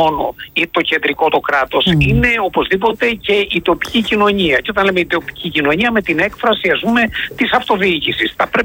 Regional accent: Mani, Peloponnese, Greece; την πατρίδα μου τη Μάνη, το Δήμο Ανατολικής Μάνης

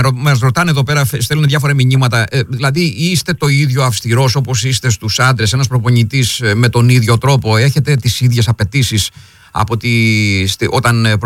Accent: Lechaina, West Greece, Greece; από όπου κατάγομαι εγώ, από τα Λεχενά

